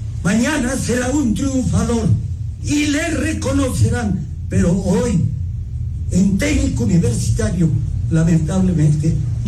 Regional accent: Ambato, Tungurahua, Ecuador; porque soy de Ambato, vivo en Ambato y tengo la seguridad, voy a morir en Ambato, porque esta es mi tierra

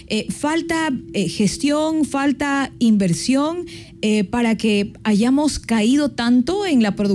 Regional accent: Ecuador

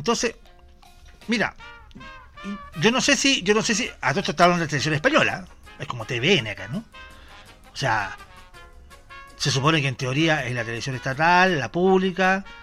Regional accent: Chile; pues esto es Chile. No flipamos como los españoles nosotros.

